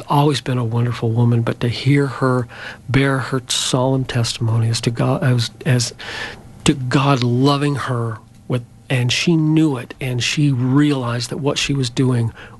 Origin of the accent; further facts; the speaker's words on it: Huntsville, Utah, United States; growing up in a small town, I grew up in Huntsville, Utah, small town.